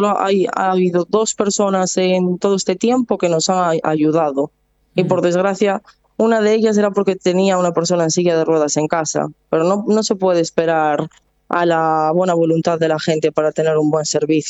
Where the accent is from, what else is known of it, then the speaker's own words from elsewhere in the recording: Lugo, Galicia, Spain; now in Santiago de Compostela, Spain; yo soy de Lugo